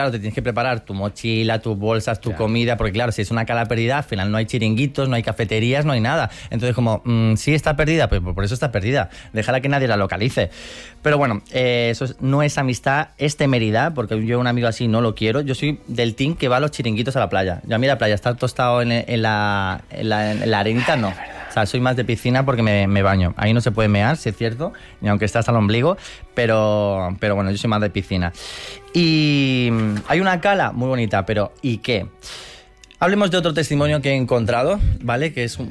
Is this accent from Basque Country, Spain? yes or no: no; Fuengirola, Andalusia, Spain; Málaga, yo soy de Fuengirola, un sol de ciudad.